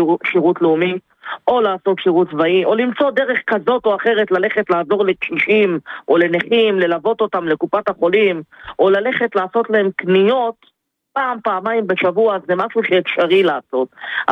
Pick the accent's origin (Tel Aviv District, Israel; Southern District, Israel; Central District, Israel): Central District, Israel; Ness Ziona; תראה, האמת ש … אני מנס ציונה.